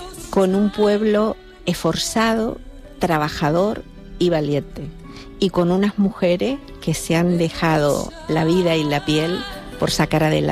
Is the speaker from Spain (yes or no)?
yes; Canary Islands, Spain; Es mi tierra y es mi pueblo